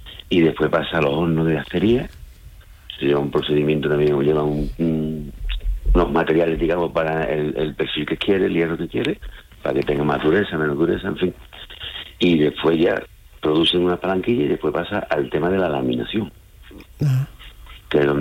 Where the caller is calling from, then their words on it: Seville, Andalusia, Spain; Ah, sí, ya sé, la capital, aquí en Nervión.